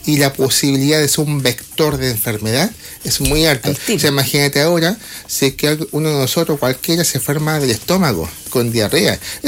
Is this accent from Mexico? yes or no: no; Copiapó, Atacama, Chile; moved away; yo me crié en Cuyapó, igual conozco bien la zona